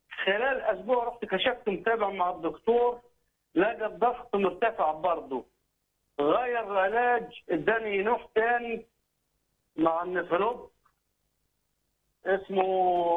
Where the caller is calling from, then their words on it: Minya, Minya Governorate, Egypt; يا دكتور من المنيا